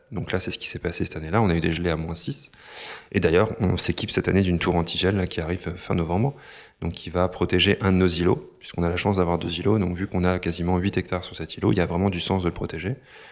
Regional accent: Centre-Val de Loire, France; born there; Moi, je suis né à Sancerre, donc en tout cas un village à côté de Sancerre à 5 km

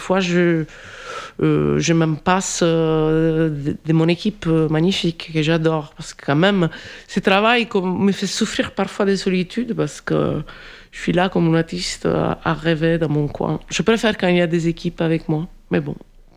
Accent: Sicily, Italy; now in France; Ben, en fait, moi, je suis née en Sicile, d'une famille pas riche du tout.

